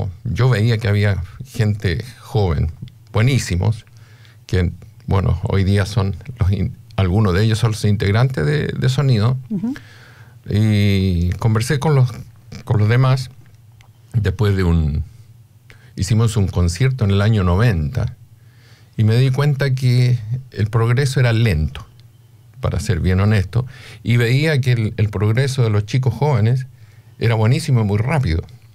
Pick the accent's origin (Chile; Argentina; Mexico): Chile; Rancagua, O'Higgins; moved away as an adult; also born or lived in Santiago, Chile; now in Australia; Bueno, chileno, obviamente. Nací en Santiago, pero me crié en la ciudad de Rancagua, de ahí donde pasé toda mi vida prácticamente, hasta que nos vinimos a Australia